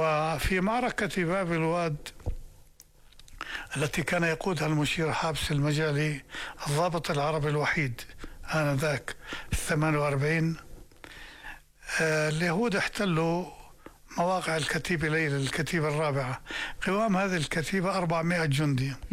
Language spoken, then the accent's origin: Arabic; Jordan; نحن مش أردنيين بس